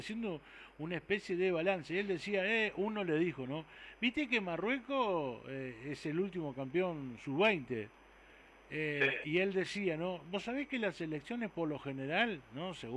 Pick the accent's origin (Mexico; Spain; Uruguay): Uruguay; los uruguayos, que somos